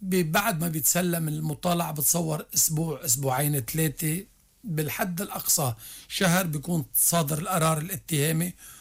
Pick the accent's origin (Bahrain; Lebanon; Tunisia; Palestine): Lebanon; أنا كمواطن لبناني ومسلم